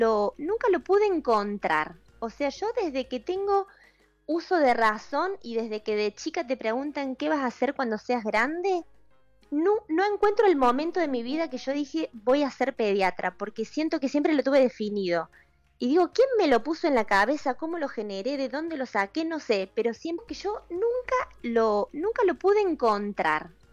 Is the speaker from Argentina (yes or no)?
yes; Ballesteros, Córdoba, Argentina; now in Santa Rosa de Calamuchita, Argentina; a mi pueblo, a mi Ballesteros querido, que echo tanto de menos.